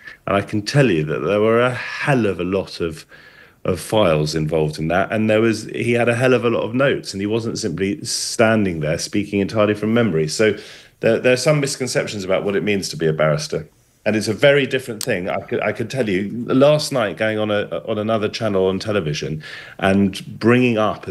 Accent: London, United Kingdom; I'm from West London

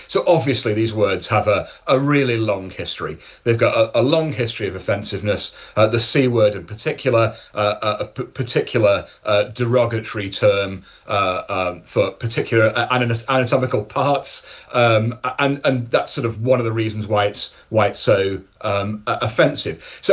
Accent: the north of England, United Kingdom; accent: northern; in my accent, which is a northern accent, I have the same vowel

